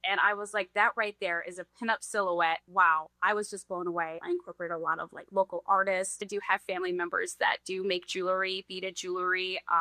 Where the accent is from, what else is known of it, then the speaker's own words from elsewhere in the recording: Des Moines, Iowa, United States; I'm from Des Moines. How I got into pinup was in the Des Moines area.